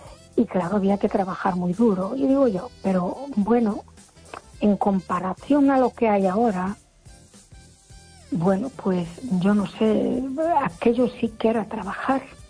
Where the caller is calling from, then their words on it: A Coruña, Galicia, Spain; de Coruña